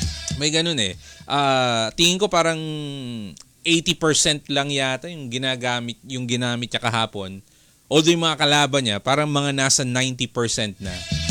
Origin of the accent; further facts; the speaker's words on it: Oriental Mindoro, Philippines; Yung hometown ko mga isa't kalahating oras away from Puerto Galera.